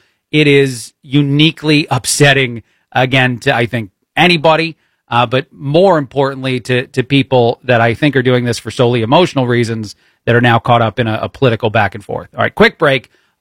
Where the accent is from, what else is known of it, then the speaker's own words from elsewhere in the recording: New Jersey, United States; born there; moved away; also born or lived in East Coast; someone who was born in Jersey, spent part of my life growing up on the East Coast